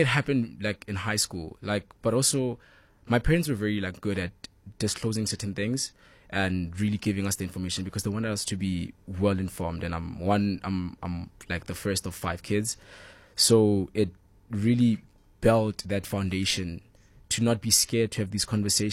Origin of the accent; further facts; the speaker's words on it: Hillbrow, Gauteng, South Africa; also born or lived in Kempton Park; I was born in Hillbrow. I lived there for 12 years and then moved to Kempton Park.